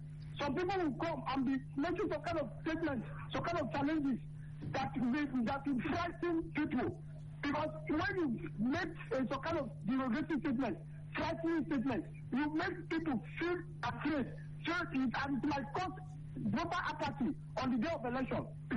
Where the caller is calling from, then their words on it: Niger State, Nigeria; I'm calling from Biga, Niger State.